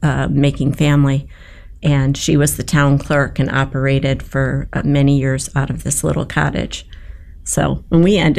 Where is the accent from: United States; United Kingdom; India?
United States; Syracuse, New York; We were both born and raised in the Valley of Syracuse. We went to the same schools, had a lot of the same friends